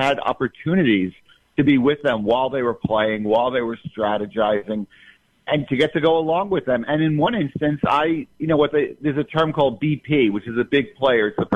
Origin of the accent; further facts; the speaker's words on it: New Jersey, United States; I grew up in New Jersey, you know, in Bergen County. Jewish, you know, grew up in a Jewish neighborhood where there was always gambling around.